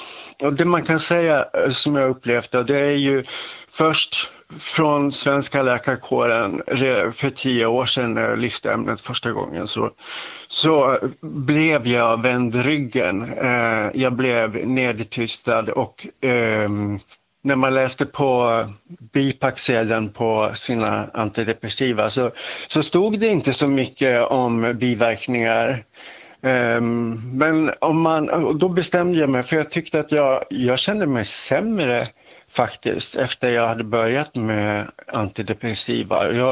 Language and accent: Swedish; Dalarna County, Sweden; accent: Västerdalarna dialect; jag kommer från Dalarna, så jag och pratar västerdalska